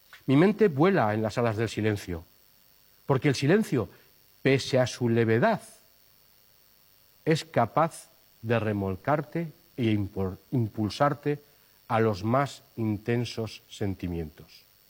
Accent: Navarre, Spain; los bosques de mi tierra allá en Navarra

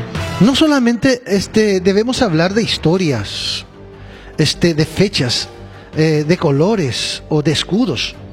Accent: Paraguay; unirnos como paraguayos

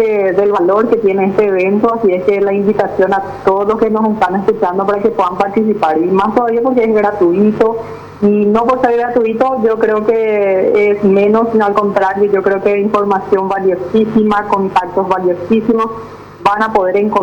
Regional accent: Minga Guazú, Alto Paraná, Paraguay; Sí, de Mingaguazú.

